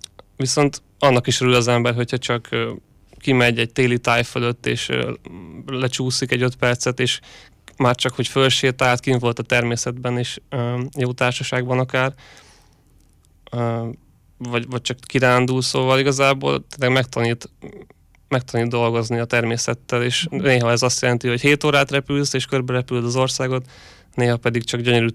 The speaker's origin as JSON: {"language": "Hungarian", "country": "Hungary", "said": "Hát szerintem magyarként átrepülni a Balatont, az mindig óriási élmény."}